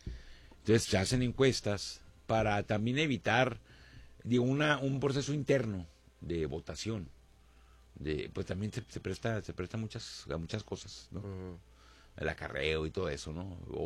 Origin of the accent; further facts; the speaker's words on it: Chihuahua, Mexico; como mexicanos, como chihuahuenses